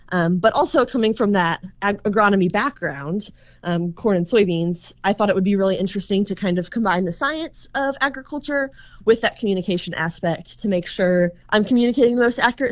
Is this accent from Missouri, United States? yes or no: yes; St. Charles, Missouri, United States; moved away as an adult; now in Lincoln, United States; I'm originally from St. Charles, like you said, where I grew up on a corn and soybean farm.